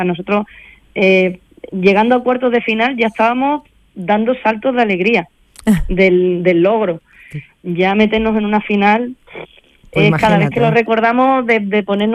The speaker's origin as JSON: {"language": "Spanish", "town": "La Línea de la Concepción", "region": "Andalusia", "country": "Spain"}